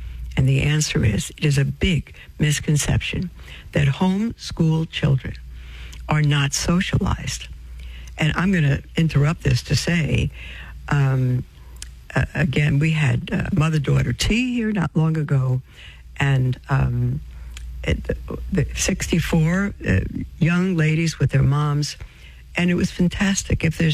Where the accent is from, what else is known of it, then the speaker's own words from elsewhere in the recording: Brooklyn, New York, United States; when we were growing up in Brooklyn, we got a list of books that we needed for the year in public school